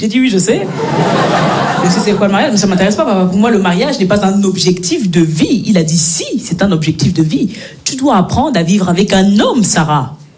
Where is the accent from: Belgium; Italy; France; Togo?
Belgium; born or raised there